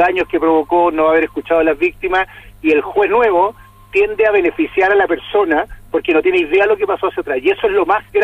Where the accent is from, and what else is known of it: Chile